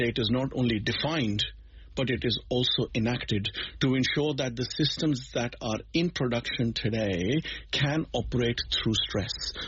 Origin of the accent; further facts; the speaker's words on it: Australia; being an Australian citizen myself